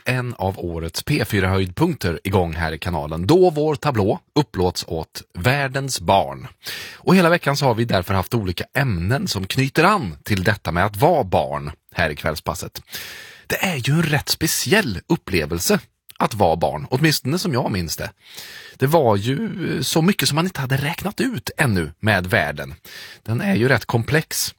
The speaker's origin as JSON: {"language": "Swedish", "town": "Munkfors", "region": "Värmland", "country": "Sweden", "tie": "born or raised there", "said": "Det fanns ju inga i Munkfors där jag växte upp. Det var en stor höjdpunkt man åkte in till Karlstad."}